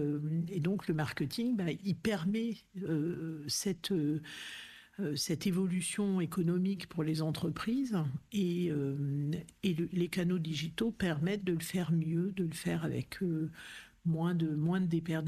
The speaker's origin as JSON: {"language": "French", "town": "Clermont-Ferrand", "region": "Auvergne-Rhône-Alpes", "country": "France", "tie": "born there", "also_born_or_lived": "Aveyron", "moved": "yes", "said": "j'ai grandi à Clermont-Ferrand, enfin majoritairement, puisque mes parents, mon père avait été muté à Clermont, et donc on avait une maison à Clermont, mais je passais toutes mes vacances en Aveyron."}